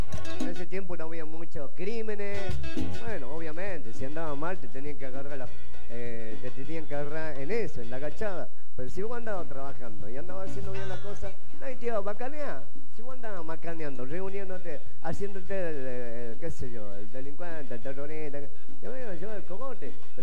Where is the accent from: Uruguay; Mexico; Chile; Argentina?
Argentina; yo soy un hombre argentino, serví a mi patria, fui instruido militarmente, intelectualmente, estudié